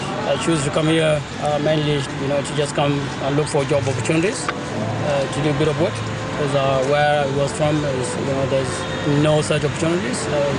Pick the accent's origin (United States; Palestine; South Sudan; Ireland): South Sudan; English is a second language; moved away as an adult; now in Alice Springs, Australia; I'm from South Sudan. That's where I was born.